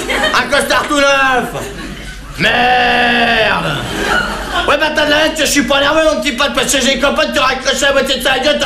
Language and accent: French; France; Les Français, c'est des cons, ouais, ben je suis bien placé, hein, je suis français.